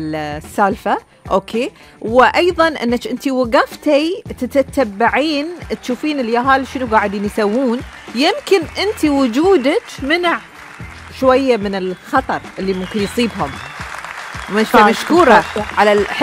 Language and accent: Arabic; Bahrain; عندنا في البحرين